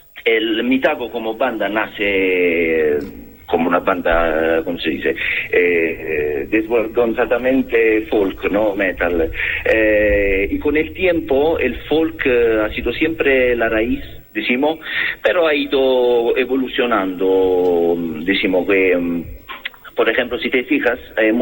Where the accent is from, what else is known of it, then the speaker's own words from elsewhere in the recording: Italy; Spanish is a second language; moved away; Sí, soy italiano.